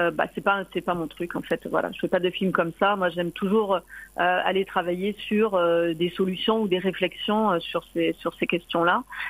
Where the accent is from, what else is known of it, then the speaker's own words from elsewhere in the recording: Marseille, Provence-Alpes-Côte d'Azur, France; je suis marseillaise. Je vis à Marseille.